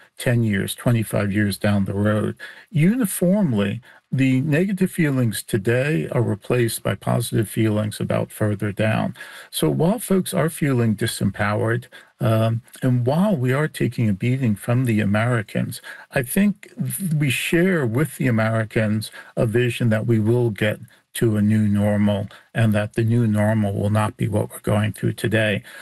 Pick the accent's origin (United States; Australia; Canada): Canada; as Canadians